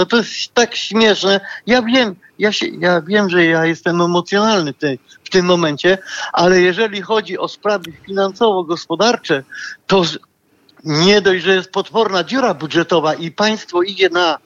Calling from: Kraków, Lesser Poland, Poland; z Krakowa.

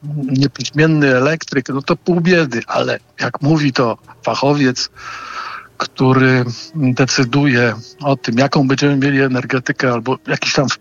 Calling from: Warsaw, Masovian Voivodeship, Poland; dzwonię z Warszawy.

